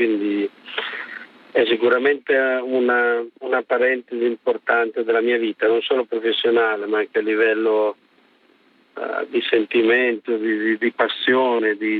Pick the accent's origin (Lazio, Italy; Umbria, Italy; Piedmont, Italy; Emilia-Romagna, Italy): Emilia-Romagna, Italy; Rimini; Sì, sono nato nel mare, da buon riminese. Avevamo un piccolo albergo vicino al mare